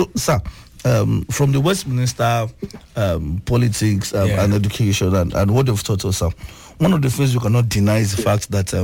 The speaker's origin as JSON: {"language": "English", "country": "Nigeria", "said": "our reality now as Nigerian politician"}